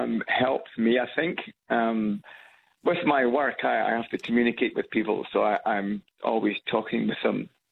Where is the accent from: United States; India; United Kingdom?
United Kingdom; Edinburgh, Scotland; I'm from Edinburgh. East.